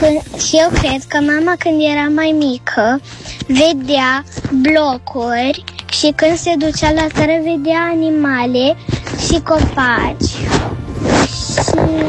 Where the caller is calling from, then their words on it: Iași, Iași County, Romania; din Iași și am 8 ani